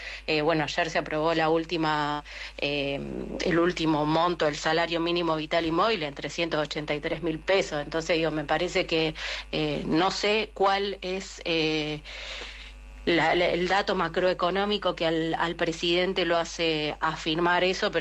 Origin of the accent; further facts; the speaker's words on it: Colón, Buenos Aires Province, Argentina; yo particularmente soy de Colón, provincia de Buenos Aires, una ciudad chica de 27.000 habitantes